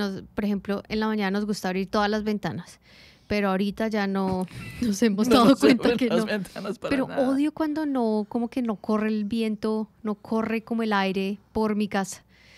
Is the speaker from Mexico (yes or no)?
no; Bogotá, Colombia; de donde vengo, de Bogotá, es siempre una sola, como una sola temporada. Sí, de pronto tenemos días soleados, días de lluvia, etcétera, pero siempre es muy frío.